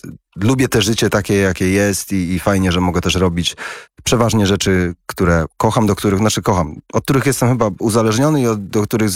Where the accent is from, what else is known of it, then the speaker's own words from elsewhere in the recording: Poznań, Greater Poland Voivodeship, Poland; moved away; also born or lived in England; ja pochodzę z Poznania